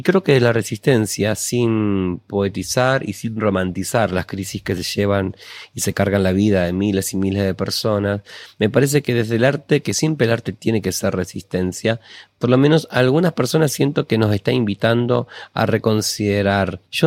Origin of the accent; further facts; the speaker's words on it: Argentina; está gobernando la ultraderecha en Argentina. También está pasando en mi país